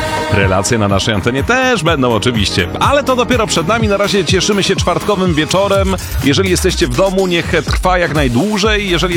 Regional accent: Łódź, Łódź Voivodeship, Poland; Jako łodzianin mówię to z dumą.

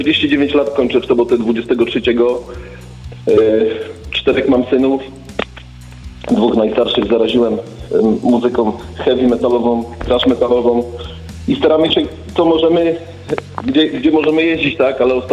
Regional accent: Łódź, Łódź Voivodeship, Poland; mieliśmy jechać do teatru do Olsztyna, ja z Łodzi jestem.

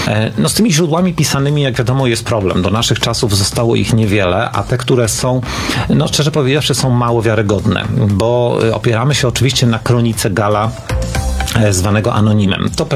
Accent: Płock, Masovian Voivodeship, Poland

